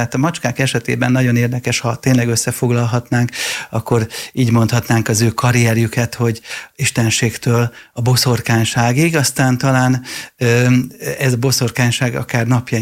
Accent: Budapest, Hungary; pont itt Zuglóban emlékszem, hogy 15-20 éve én zuglói gyerek vagyok.

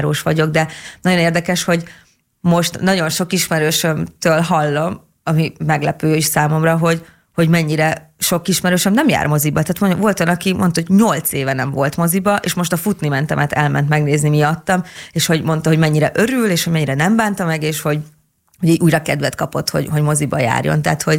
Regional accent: Fehérgyarmat, Szabolcs-Szatmár-Bereg, Hungary; born there; Fehérgyarmaton születtem.

